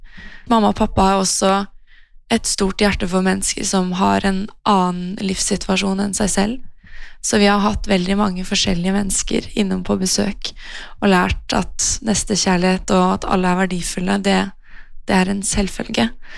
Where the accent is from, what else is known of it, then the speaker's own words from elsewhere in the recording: Sarpsborg, Østfold, Norway; jeg har vokst opp her i Sarpsborg, rett på oversiden av Greåker Frikirke, med en mor og en far og en bror, alle fire under samme tak.